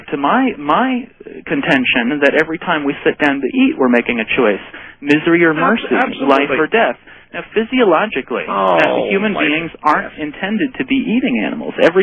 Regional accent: Oklahoma, United States; I grew up in Oklahoma, and there's not really a lot to do in Oklahoma

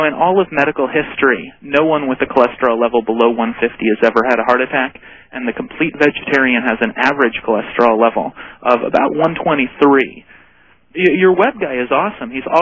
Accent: Oklahoma, United States; I grew up in Oklahoma, and there's not really a lot to do in Oklahoma

